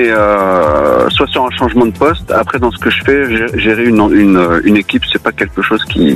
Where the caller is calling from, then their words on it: Nouvelle-Aquitaine, France; Alors moi, je suis en Gironde.